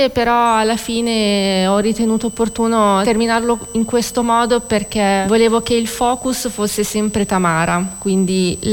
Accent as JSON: {"language": "Italian", "town": "Gallarate", "region": "Lombardy", "country": "Italy", "said": "Galarate, in provincia di Varese."}